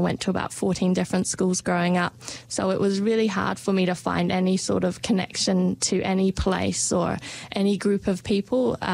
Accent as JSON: {"language": "English", "region": "Wales", "country": "United Kingdom", "tie": "born there", "also_born_or_lived": "Qatar / Egypt / Montenegro / Kazakhstan", "said": "So I was born in Wales, and so I've moved back and forth between Wales a few times. I lived in Qatar for a couple of years, did some school there, lived in Egypt, Montenegro and Kazakhstan"}